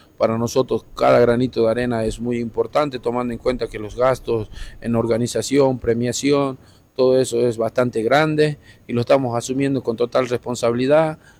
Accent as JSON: {"language": "Spanish", "town": "Bermejo", "region": "Tarija", "country": "Bolivia", "lives_now": "Tarija, Bolivia", "said": "Ya soy valluno, ya soy tarijeño, ya, porque bueno, prácticamente radico acá, dejé todo allá en Bermejo."}